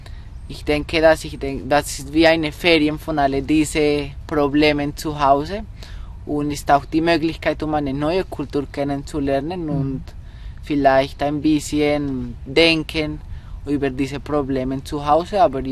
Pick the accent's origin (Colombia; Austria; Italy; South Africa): Colombia; Bogotá; German is a second language; Ich bin 15 Jahre alt. Ich komme aus Bogotá, der Hauptstadt von Kolumbien.